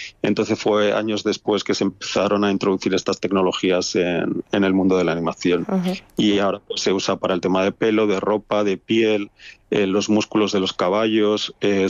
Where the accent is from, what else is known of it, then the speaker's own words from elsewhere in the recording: Madrid, Community of Madrid, Spain; moved away as an adult; also born or lived in New York; now in San Francisco, United States; yo soy de Madrid y acabé en San Francisco trabajando en Pixar y en Nueva York en Blue Sky.